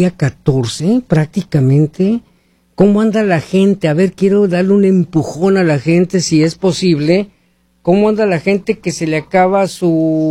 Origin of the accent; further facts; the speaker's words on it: Hermosillo, Sonora, Mexico; moved away; iba a estar en Hermosillo, Sonora, México, mi tierra